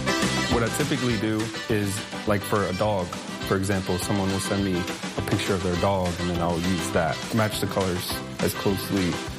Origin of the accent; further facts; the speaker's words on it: New Orleans, Louisiana, United States; I'm originally from New Orleans, and I went to the Abita Brewery